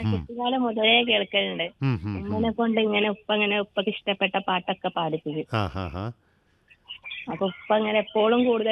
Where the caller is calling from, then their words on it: Kerala, India; ഇത് കുറ്റിക്കാട്ടിൽ നിന്ന്